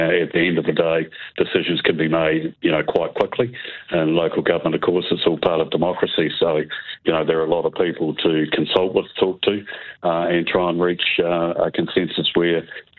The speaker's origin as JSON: {"language": "English", "town": "Westport", "region": "West Coast", "country": "New Zealand", "tie": "born or raised there", "also_born_or_lived": "Christchurch", "moved": "as an adult", "said": "Well, number one, it's my hometown, so this is where I was born. I didn't leave Westport until I was in my 30s, even though I was coming back on a regular basis then. It's not quite the same as living here. I was living in Christchurch for 32 years."}